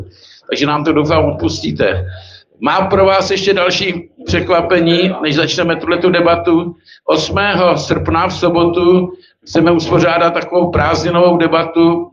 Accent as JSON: {"language": "Czech", "country": "Hungary", "second_language": "Czech", "said": "já taky to používám maďarské zvyk, já jsem taky Maďar, že?"}